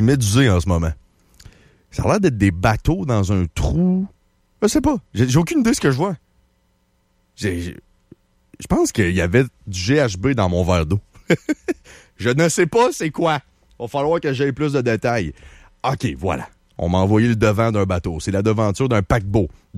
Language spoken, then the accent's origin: French; Quebec, Canada; Puis je vous aime, j'en fais partie. Je suis un Québécois, je fais partie du peuple.